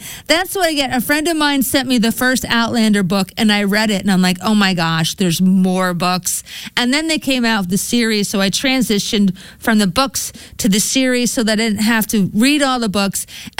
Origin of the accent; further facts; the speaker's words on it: Colts Neck, New Jersey, United States; they were talking about Colts Neck, New Jersey, which is kind of cool because I'm from Colts Neck.